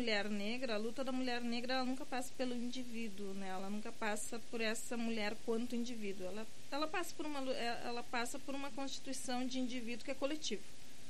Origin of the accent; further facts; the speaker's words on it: Brazil; moved away; Eu sou da região da fronteira, sou da Lídia Ceguá.